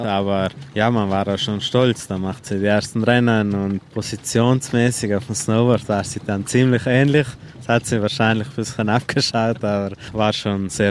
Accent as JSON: {"language": "German", "region": "Trentino-Alto Adige", "country": "Italy", "tie": "born or raised there", "said": "Wir sind ja hier in den Bergen aufgewachsen und mit viel Schnee im Winter immer."}